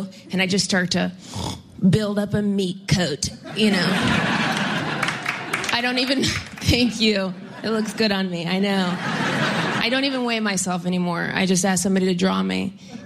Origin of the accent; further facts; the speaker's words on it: Ohio, United States; now in California, United States; I'm from Ohio, so there's always going to be haters, which... it makes me biologically Midwestern.